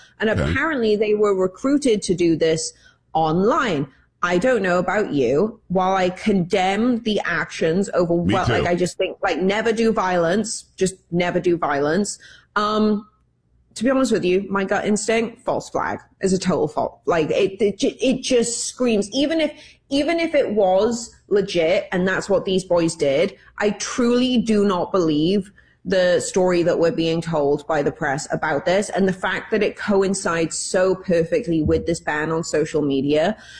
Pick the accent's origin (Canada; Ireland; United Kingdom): United Kingdom; now in North Carolina, United States; And obviously, as a British person, I put a heck of a lot of cuss words into those sentences